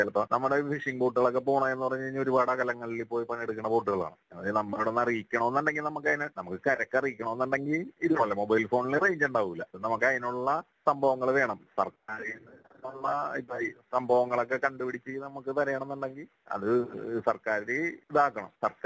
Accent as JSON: {"language": "Malayalam", "town": "Malampuzha", "region": "Kerala", "country": "India", "tie": "born or raised there", "said": "ഞാൻ മലമ്പുഴ സ്വദേശിയാണ്."}